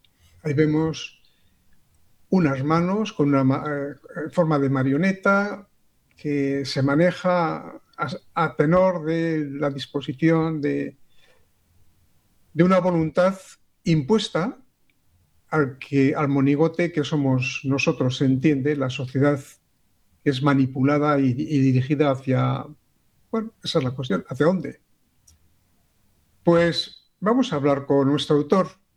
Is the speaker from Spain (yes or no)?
yes; Spain; Por eso somos españoles, porque somos católicos.